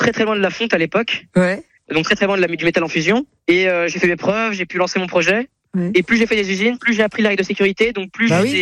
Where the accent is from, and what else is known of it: Bougival, Île-de-France, France